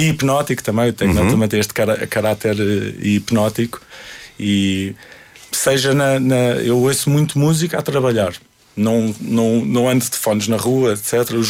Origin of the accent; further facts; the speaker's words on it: Portugal; born there; eu nasci em Portugal, nasci numa fase de maior acalmia financeira